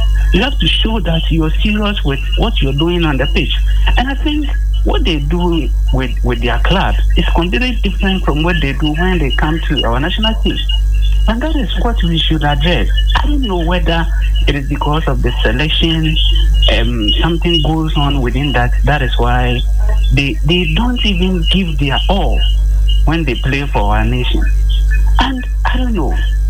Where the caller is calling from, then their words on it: Accra, Greater Accra, Ghana; I'm from Accra.